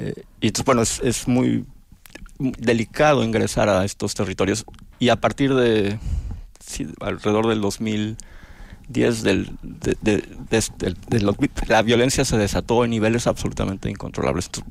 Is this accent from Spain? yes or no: no; Mexico City, Mexico; born there; Yo sí, nací en Ciudad de México y pensé que estaba desarrollando una tesis que nunca terminé.